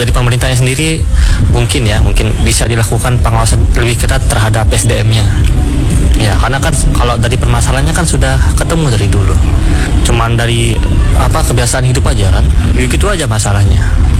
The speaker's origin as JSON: {"language": "Indonesian", "town": "Labuapi", "region": "West Nusa Tenggara", "country": "Indonesia", "said": "Saya asli dari Labu Api, bagi Polak."}